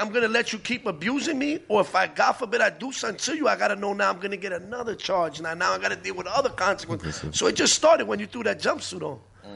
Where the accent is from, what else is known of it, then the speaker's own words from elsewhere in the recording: New York City, New York, United States; I'm from the Bronx.